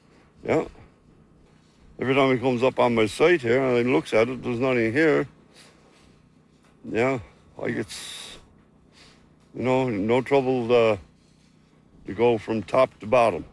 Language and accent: English; Salmon Cove, Newfoundland and Labrador, Canada; I'm from Prairie Scove and Salmon Cove.